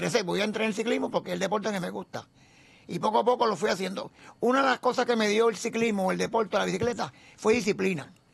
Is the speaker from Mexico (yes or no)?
no; Toa Baja, Puerto Rico; born there; also born or lived in Cidra; llegamos a Toa Baja, pues, como te digo, yo nací en Sidra, nacimos 3 hermanos, los primeros 2 mayores fueron en Bayamón, los otros 3 que fueron mi hermano y yo, en Sidra, y nacimos por comadrona. No nacimos en el hospital, nacimos por comadrona.